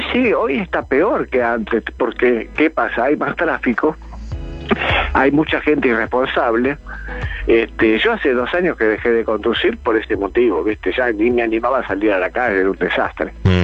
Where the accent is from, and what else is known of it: Almagro, Buenos Aires, Argentina